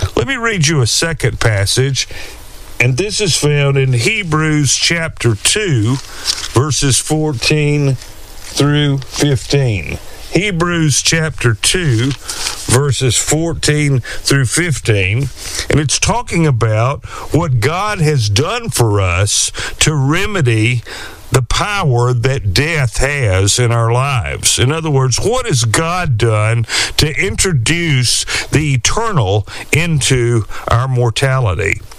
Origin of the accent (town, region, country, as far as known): Alabama, United States; born or raised there